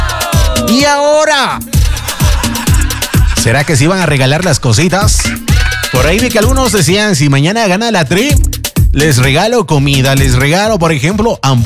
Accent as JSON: {"language": "Spanish", "country": "Ecuador", "said": "Como buen ecuatoriano, dejamos para el último y para lo más difícil arriesgarnos, salvarnos."}